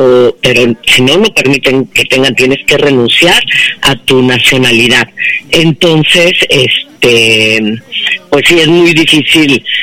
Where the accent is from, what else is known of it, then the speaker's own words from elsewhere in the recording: Querétaro, Mexico; Yo que soy de Querétaro